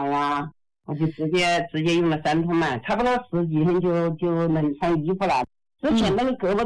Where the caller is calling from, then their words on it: China; 我是金山的，就住在金山城区。